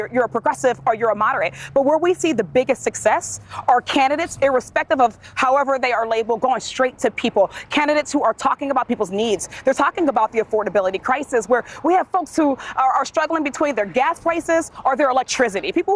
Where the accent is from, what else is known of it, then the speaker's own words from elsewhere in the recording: Pennsylvania, United States; I come from Western Pennsylvania.